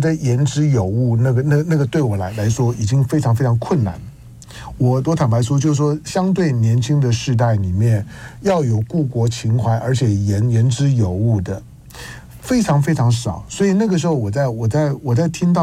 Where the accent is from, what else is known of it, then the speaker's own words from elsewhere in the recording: Taiwan; 我们是土生土长在台湾的这一代，不管我们的中国情怀、中华情怀有多么的浓烈